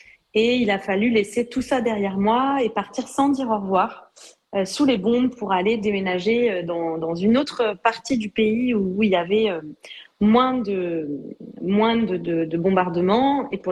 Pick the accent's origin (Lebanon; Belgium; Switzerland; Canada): Lebanon; French is a second language; moved away as an adult; Donc, je suis libanaise et je suis née au Liban. J'ai grandi, j'ai fait toutes mes études là-bas. Donc, je suis née et j'ai grandi en pleine guerre.